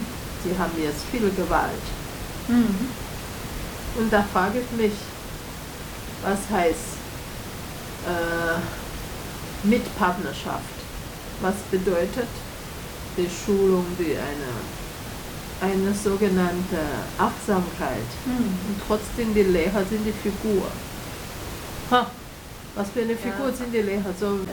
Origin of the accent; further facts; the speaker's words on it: Taiwan; German is a second language; Und jetzt sehe ich, was Taiwan, ich komme aus Taiwan, und Taiwan, junge Leute